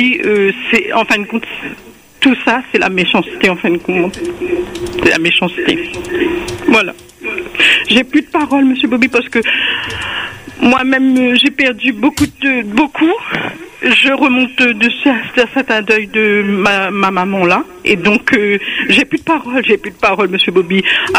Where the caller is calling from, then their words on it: Saint-Louis, Réunion; moi, je suis de Saint-Louis